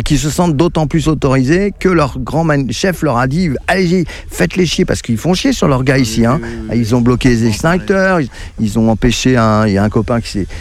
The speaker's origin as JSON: {"language": "French", "town": "Saint-Nazaire", "region": "Pays de la Loire", "country": "France", "said": "moi je viens de Saint-Nazaire en Loire-Atlantique"}